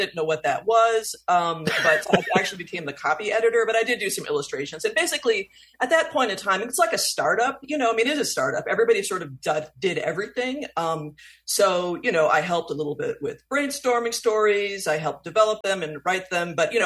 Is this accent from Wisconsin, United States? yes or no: yes; Spring Green, Wisconsin, United States; I grew up in Spring Green, Wisconsin, and we had a great local paper.